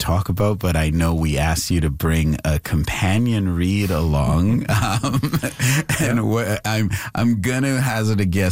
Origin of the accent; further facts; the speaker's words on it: Canada; Certainly a great moment for as a Canadian, you know